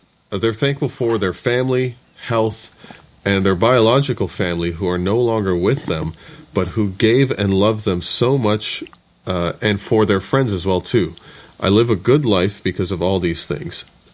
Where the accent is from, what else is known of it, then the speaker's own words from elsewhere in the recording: Canada; also born or lived in United States; I'm a Canadian and lived in the U.S. for years before moving back.